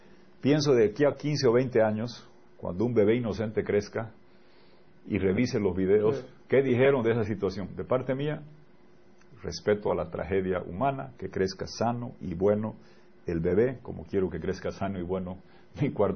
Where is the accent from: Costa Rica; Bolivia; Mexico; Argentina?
Bolivia; me parece triste como boliviano